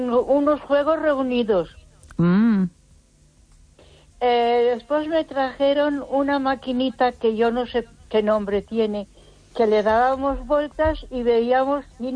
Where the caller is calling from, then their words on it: Ponferrada, Castile and León, Spain; de Ponferrada.